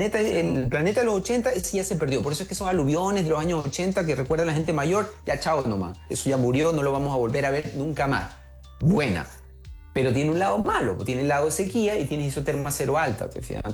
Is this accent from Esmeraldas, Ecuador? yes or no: no; Guayaquil, Guayas, Ecuador; moved away as an adult; now in Chile; yo soy de Guayaquil, de Ecuador. Cuando yo vivía ahí hace largo 25 años